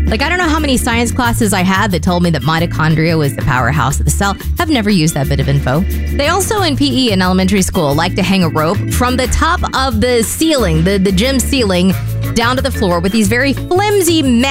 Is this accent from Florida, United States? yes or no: no; Texas, United States; moved away; I grew up in Texas